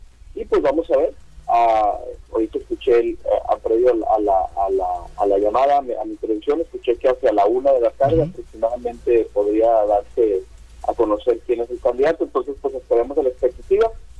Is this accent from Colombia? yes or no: no; Nuevo León, Mexico; No nada más por el hecho de que somos de Nuevo León, nos interesa el Estado